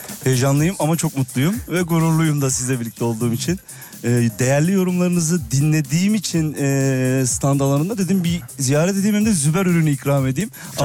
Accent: Istanbul, Turkey; İstanbul'da yaşıyorum. Evet, doğma büyüme İstanbulluyum. Aslen Karadenizliyim, Ordulu'yum. İstanbul'dan, merkezden geliyorum.

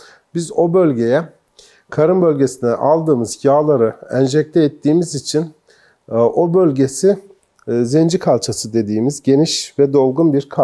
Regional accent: Gaziantep, Turkey; Memleketim Gaziantep bu arada.

